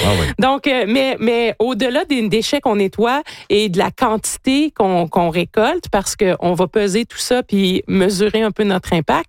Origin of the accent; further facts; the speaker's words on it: Rimouski, Quebec, Canada; Donc, puis nous, à Rimouski, moi, je viens de Rimouski, notre triste signature régionale, c'est des carcasses de voitures.